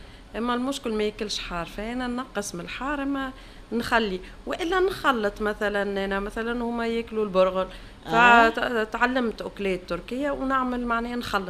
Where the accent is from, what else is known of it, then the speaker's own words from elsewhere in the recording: Tunisia; moved away as an adult; now in Germany; خاطر انا صغاري ديما نحكي معاهم تونسي فيعرفوا تونسي، ديما يجوا لتونس فيعرفوا تونسي،